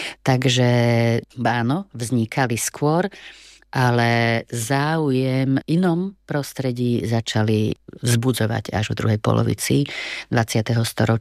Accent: Pozdišovce, Košice Region, Slovakia; môj starý otec, dedo, pochádzam z Pozdyšoviec, bol práve kolesár.

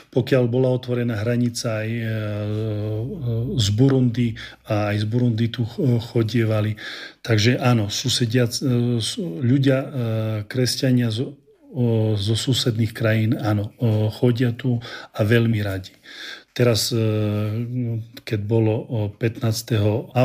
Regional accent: Abrahámovce, Prešov Region, Slovakia; moved away as an adult; also born or lived in Italy; now in Rwanda; V našej maličkej dedinke v Abrahamovciach v Bardejovskom okrese dokonca máme tam také multifunkčné ihrisko a pritom Abrahamovce nemajú ani 300 obyvateľov dokopy.

